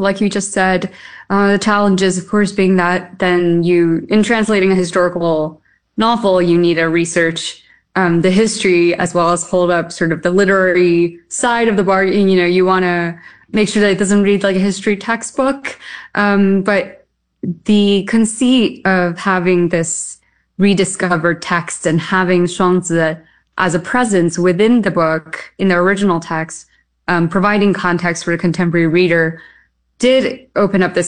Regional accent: Taiwan; moved away; I'm from Taiwan. I grew up there. I was already in the U.S.

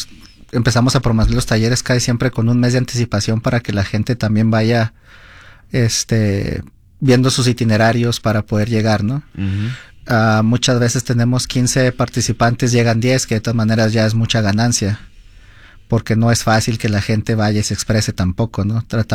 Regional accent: Mexico; Siempre trato de que no, de que si yo soy mexicano, tú eres uruguayo, pero como te dije ahorita, hablamos el mismo español.

